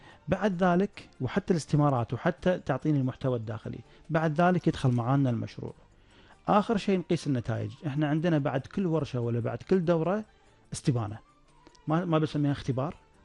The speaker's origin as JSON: {"language": "Arabic", "country": "Kuwait", "said": "عشان أرد جزء من ما قدمت لي ديرتي"}